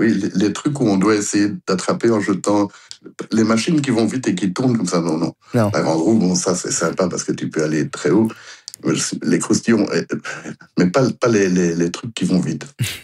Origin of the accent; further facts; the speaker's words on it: Belgium; pour moi, je suis belge.